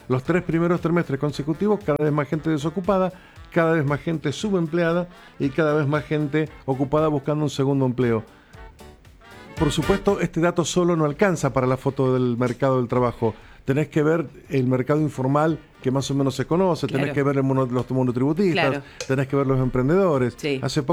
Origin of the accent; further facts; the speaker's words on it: Mendoza, Argentina; 1.069.000 somos los habitantes del Gran Mendoza